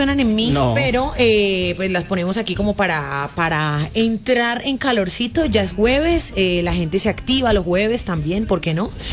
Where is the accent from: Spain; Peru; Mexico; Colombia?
Colombia; Caribbean Region; soy una costeña rara con el suero.